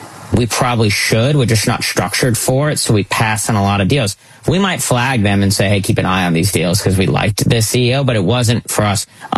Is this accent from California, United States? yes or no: no; the Hamptons, New York, United States; I grew up in the Hamptons